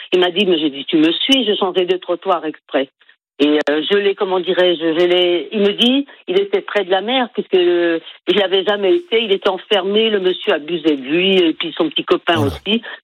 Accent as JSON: {"language": "French", "region": "Brittany", "country": "France", "tie": "born or raised there", "also_born_or_lived": "Seine-et-Marne", "moved": "yes", "lives_now": "Noyal-Muzillac, France", "said": "quand je suis arrivée en Bretagne, parce que je suis originaire de Bretagne"}